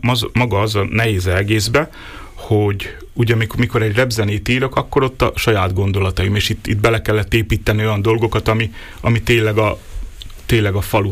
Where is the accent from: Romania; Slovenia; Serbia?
Slovenia; Hodoš, Mura; Én hodosi származású vagyok, Hodosba születtem, ott is nőttem fel, ott voltam gyerek.